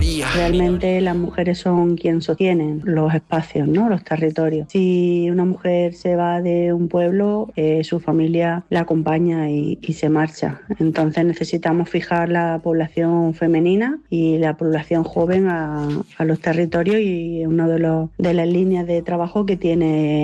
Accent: Granada, Andalusia, Spain; born there; Yo nací en Granada. Allí estudié la licenciatura de Pedagogía y Relaciones Intergeneracionales.

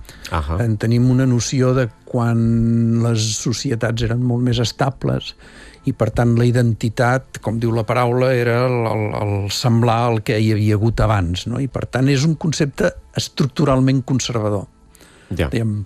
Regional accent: Terrassa, Catalonia, Spain; es nota que sóc de Terrassa

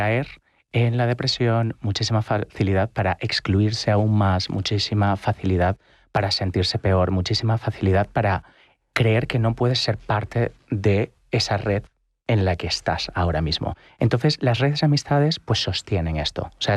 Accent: Italy; now in Spain

